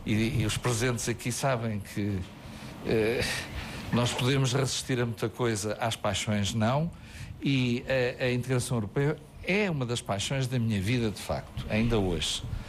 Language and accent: Portuguese; Centro, Portugal; moved away; Eu era um produto da Gardunha, como a minha conterrânea Dulce Gabriel já sublinhou, e é assim que eu me sinto sempre.